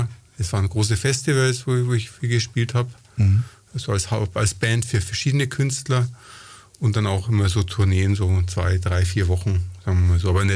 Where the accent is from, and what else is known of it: Nuremberg, Bavaria, Germany; born there; also born or lived in Ingolstadt